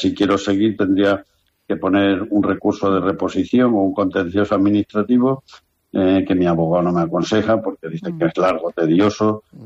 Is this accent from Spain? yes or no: yes; Extremadura, Spain